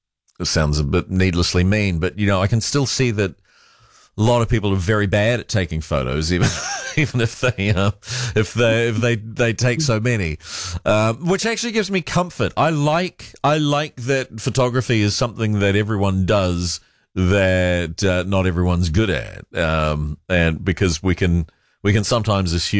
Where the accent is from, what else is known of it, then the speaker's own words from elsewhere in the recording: Malaysia; I'd never even heard of this notion when I was growing up in Malaysia